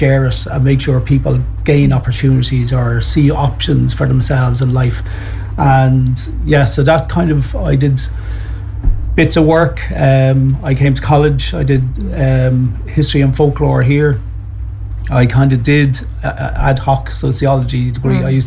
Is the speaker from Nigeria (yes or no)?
no; Dublin, Leinster, Ireland; accent: Dublin; moved away as an adult; now in Cork, Ireland; Yeah, and some people are still shocked because my Dublin accent is still so strong.